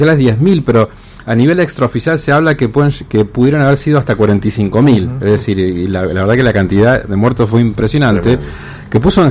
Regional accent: Santa Fe, Argentina; Así como los santafesinos sabemos de que si bien la inundación es un evento natural

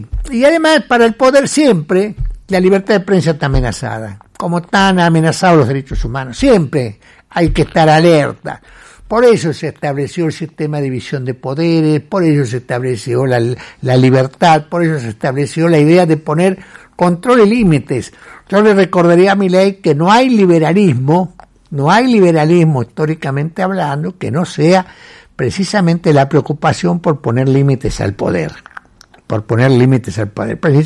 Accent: Santa Fe, Argentina; Yo soy un periodista de provincia, de Santa Fe.

